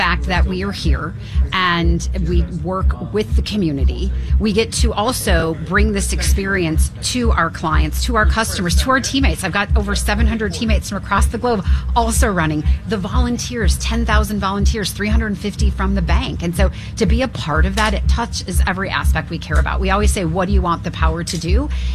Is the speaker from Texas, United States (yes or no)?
no; Chicago, Illinois, United States; as a Chicago native, I love showcasing my hometown